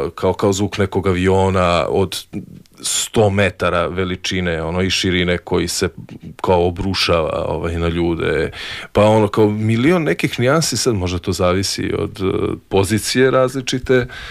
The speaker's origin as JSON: {"language": "Serbian", "region": "Belgrade", "country": "Serbia", "tie": "born there", "said": "Pa da, mislim, rođen sam tu."}